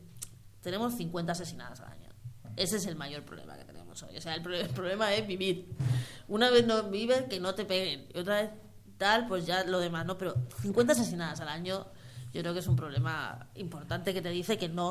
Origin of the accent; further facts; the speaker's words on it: Andalusia, Spain; Hombre, pues yo soy granadina de pro, no de nacimiento, pero mi familia era así, y soy además de La Vega.